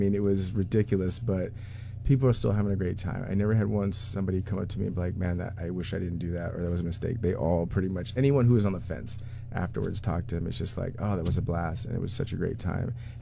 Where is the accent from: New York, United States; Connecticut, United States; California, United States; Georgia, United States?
California, United States; now in Bethel, United States; I lived in a community this small in Bethel. I grew up in California most of my life.